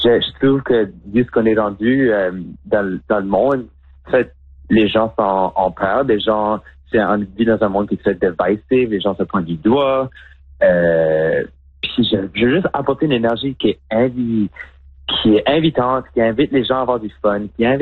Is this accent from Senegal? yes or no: no; Moncton, New Brunswick, Canada; now in Montreal, Canada; on s'est affirmé comme drag queen acadienne